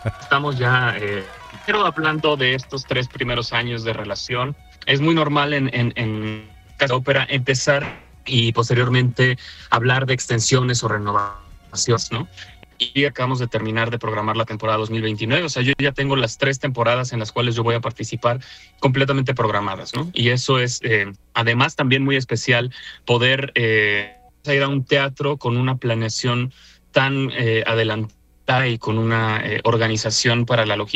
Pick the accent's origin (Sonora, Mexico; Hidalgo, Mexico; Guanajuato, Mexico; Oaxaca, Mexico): Guanajuato, Mexico; born there; moved away; also born or lived in Mexico City / Italy; Yo nací en Guanajuato, la ciudad más bonita de México